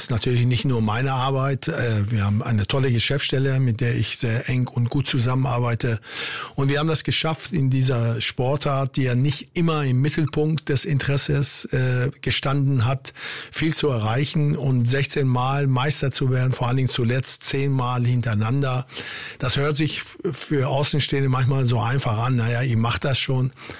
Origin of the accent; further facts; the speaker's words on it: Germany; also born or lived in Iran; Ich bin in sehr guten Jahren in Deutschland groß geworden.